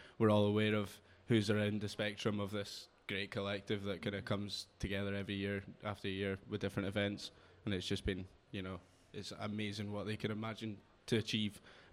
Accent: Inverness, Scotland, United Kingdom; now in Glasgow, United Kingdom; I come from Inverness, Scotland, and I'm working out of Glasgow now as a hip-hop artist in the community.

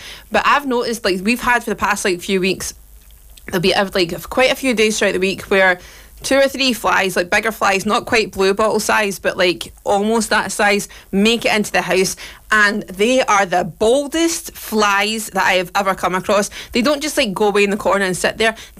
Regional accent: Scotland, United Kingdom; I know being Scottish

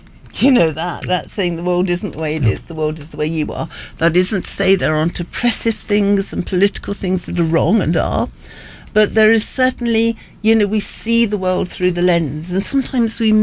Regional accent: Dover, South East England, United Kingdom; I was brought up in Dover, Kent

